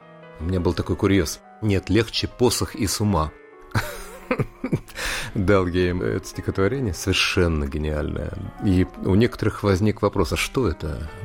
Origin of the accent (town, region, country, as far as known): Kamchatka Krai, Russia; born there